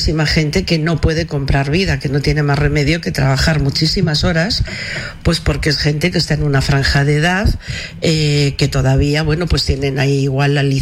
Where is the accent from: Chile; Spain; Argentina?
Spain